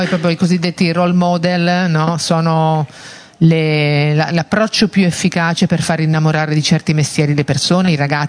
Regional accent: Ancona, Marche, Italy; io sono di Ancona

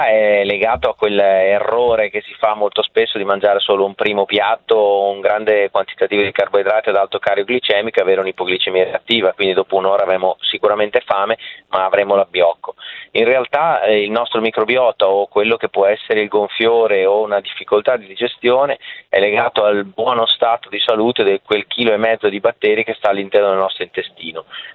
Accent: Faenza, Emilia-Romagna, Italy; io sono di Faenza

